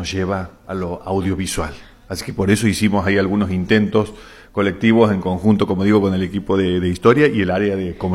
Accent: Argentina; nosotros, por supuesto, como argentinos

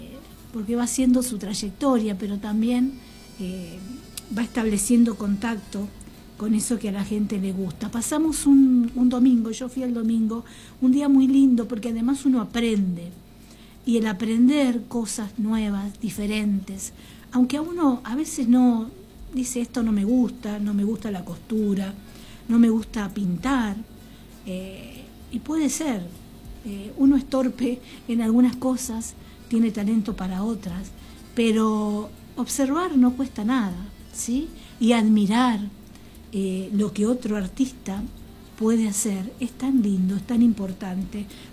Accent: Argentina; reconocernos como argentinos

